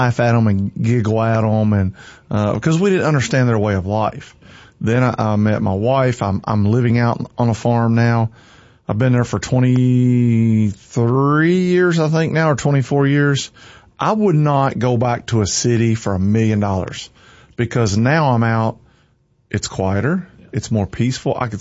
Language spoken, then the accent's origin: English; Campbellsville, Kentucky, United States; I grew up in Campbellsville, so I'm considered a city boy.